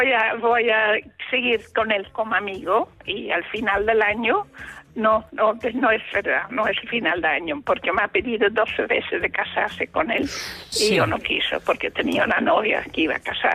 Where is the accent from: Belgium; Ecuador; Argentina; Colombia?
Belgium; Antwerp, Flanders; moved away as an adult; now in Spain; yo he nacido en Bélgica, soy de Bélgica, pero con 28 años vino a vivir en España. Ahora tengo la nacionalidad española porque llevo aquí 57 años.